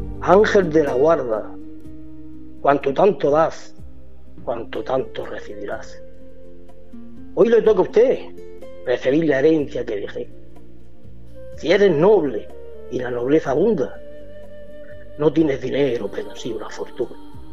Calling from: Huércal de Almería, Andalusia, Spain; de Huércal de Almería.

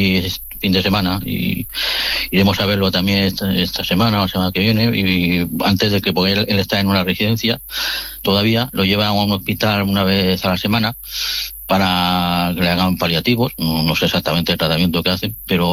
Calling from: Barcelona, Catalonia, Spain

